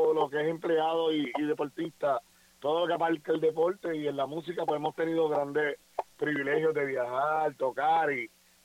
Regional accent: Guayanilla, Puerto Rico; hice 9 años de director, el restante de subdirector de deportes en mi pueblo de Guayanilla.

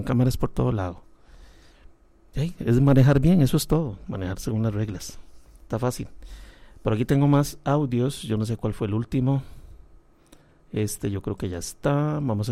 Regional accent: Guápiles, Limón, Costa Rica; Guápiles, mi tierra, yo nací en Guápiles, mi estimada.

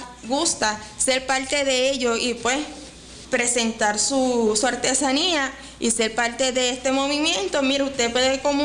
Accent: Lajas, Puerto Rico; mi pueblo de Laja no se queda atrás.

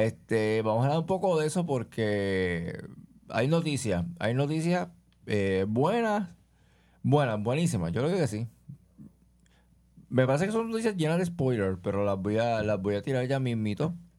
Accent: Bayamón, Puerto Rico; Bueno, pero somos de Bayamón. Bueno, yo soy de Bayamón. Yo trabajo en Bayamón

